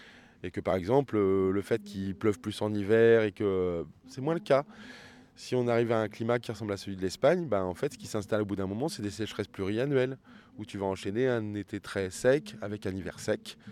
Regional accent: Beauvais, Hauts-de-France, France; born there; Je suis né à Beauvais

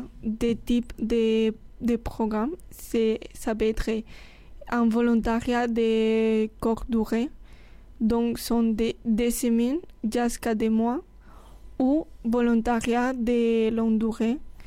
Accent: Castilla-La Mancha, Spain; French is a second language; moved away as an adult; now in Nîmes, France; j'ai 23 ans et je viens de Castilla-La Mancha, d'un petit village de 3000 habitants. Mais la ville plus grande près de chez moi, c'est Albacete.

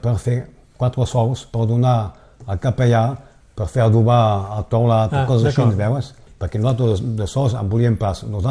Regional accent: Occitania, France; Hasta quan era petit a Saguet pel bal dels nins

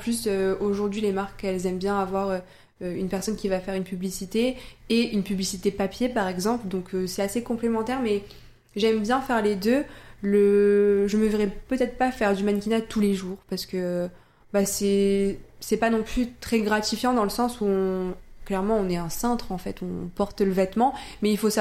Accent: Le Mans, Pays de la Loire, France; moved away; also born or lived in Northern France; quand je suis chez mes parents ou chez moi au Mans

